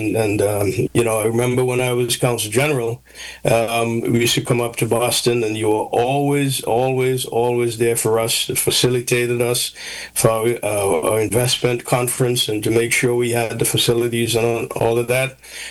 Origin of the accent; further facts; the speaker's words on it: Christian Hill, Antigua & Barbuda; I hail from Christian Hill. Maybe I'm the only person on this program who's from the country. And proud of my little village, Christian Hill.